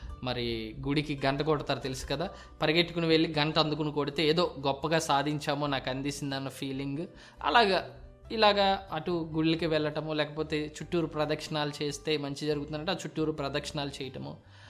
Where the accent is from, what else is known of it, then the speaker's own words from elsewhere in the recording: Hyderabad, Telangana, India; born there; also born or lived in Tanuku; హిందీ నేను చిన్నప్పటి నుంచి బాగా చదవగలిగేవాడిని, రాయగలిగేవాడిని. మరి హైదరాబాద్లో పెరగడం